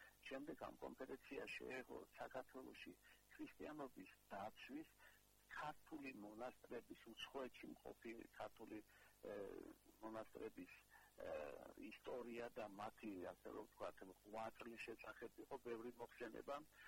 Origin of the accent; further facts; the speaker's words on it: Adjara, Georgia; ჩვენი კუთხე არის განსაკუთრებული ქრისტიანული ისტორიის მატარებელი კუთხე